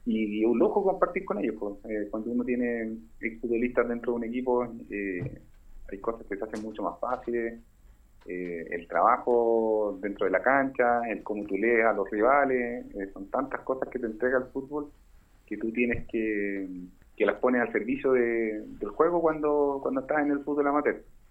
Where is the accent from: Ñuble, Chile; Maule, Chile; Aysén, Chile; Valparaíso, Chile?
Maule, Chile; Linares; moved away as an adult; now in Curicó, Chile; volví a Linares por temas ahí personales, tuve que volver a mi tierra el segundo semestre, y después de eso, al siguiente año, se me da la posibilidad de venir a Curicó, y allí donde me radico